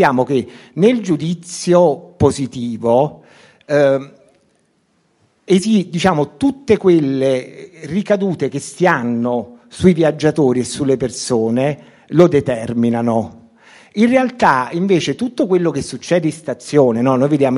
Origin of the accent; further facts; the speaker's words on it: Naples, Campania, Italy; non lo dico in quanto napoletano, ma è vero.